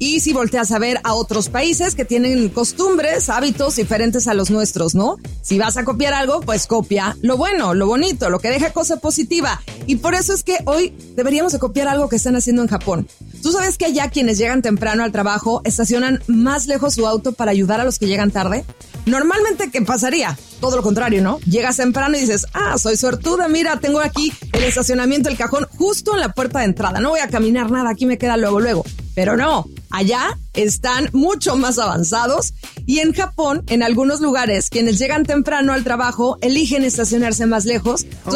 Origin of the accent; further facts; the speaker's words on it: Mexico; Por ejemplo, yo siendo mexicana, porque la neta, a mí me ha tocado, y yo me la agarraba de la greña en México